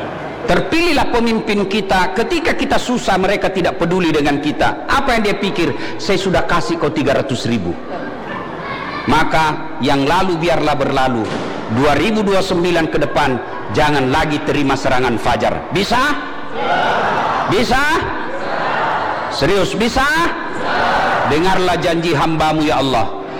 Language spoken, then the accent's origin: Indonesian; South Sulawesi, Indonesia; Kalau kami orang Bugis tidak ada takut sama istri